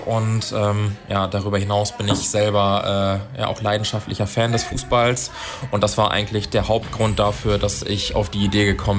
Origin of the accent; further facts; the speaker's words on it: Germany; born there; Ich spiele seit meiner Kindheit im Verein hier in der Gegend in Thüne und tue das auch immer noch